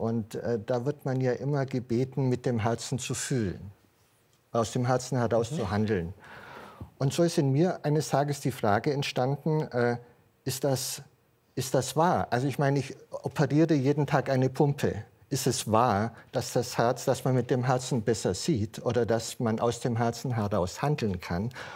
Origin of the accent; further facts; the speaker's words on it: Southern Germany, Germany; Also ich komme aus einfachem Hause. Wir sind maximal mal ins Allgäu gefahren. Ich stamme aus Süddeutschland und wir waren nie am Meer.